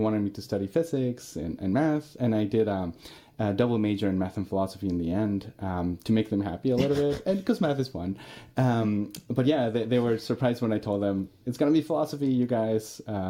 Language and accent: English; Mexico City, Mexico; moved away as an adult; now in United States; I'm originally from Mexico City. I lived there for the first 19 years of my life, then decided I wanted to come to the U.S. to study college, to do college